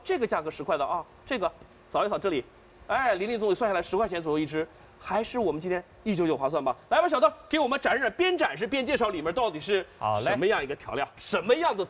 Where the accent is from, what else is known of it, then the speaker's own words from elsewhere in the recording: North China, China; now in Shanghai, China; 我来上海这么久，我没有见过这叫馒头。大家应该理解我是北方长大的，我对于馒头理解是里面没有馅儿，才叫馒头。有馅儿的话，我们北方人叫包子。